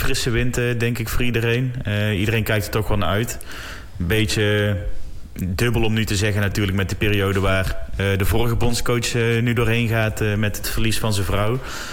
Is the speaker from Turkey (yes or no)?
no; Netherlands